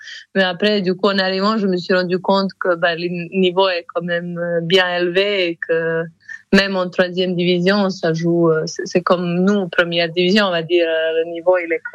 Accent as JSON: {"language": "French", "town": "Podgorica", "country": "Montenegro", "tie": "born or raised there", "moved": "as an adult", "lives_now": "Limousin, France", "said": "Je viens de Monténégro. Je suis née à Podgorica, c'est capitale du Monténégro. J'ai grandi là-bas et à 20 ans, quand j'avais 20 ans, je suis venue en France."}